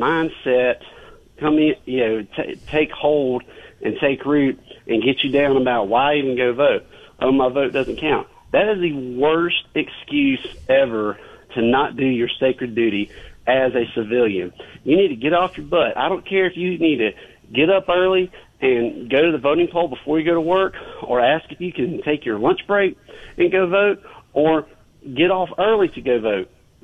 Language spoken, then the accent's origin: English; Mississippi, United States; I'm originally from Mississippi.